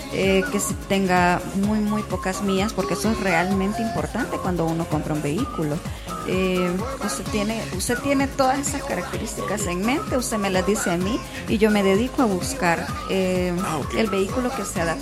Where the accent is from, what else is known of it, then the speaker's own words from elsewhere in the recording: El Salvador; nosotros como hermanos salvadoreños que somos